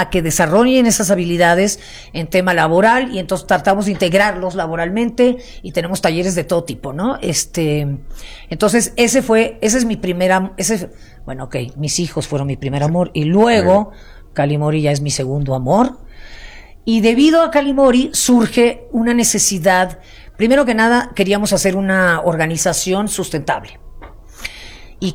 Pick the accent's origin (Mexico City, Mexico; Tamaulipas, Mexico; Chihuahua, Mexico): Mexico City, Mexico; En mi querida Ciudad de México.